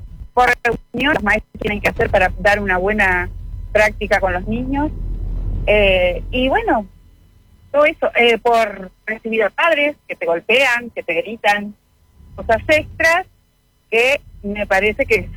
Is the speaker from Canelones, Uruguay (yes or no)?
no; Guichón, Paysandú, Uruguay; Mira, yo soy del departamento de Paysandú, pero a la vez de Paysandú 90 kilómetros al este, en la ciudad de Guichón.